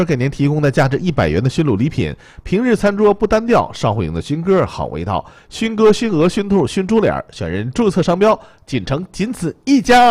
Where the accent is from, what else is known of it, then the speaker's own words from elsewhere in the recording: Jinzhou, Liaoning, China; 可能咱们锦州很多东西跟北京比不了